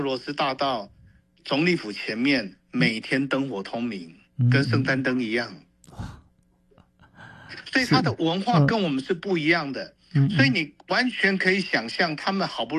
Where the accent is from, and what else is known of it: Taiwan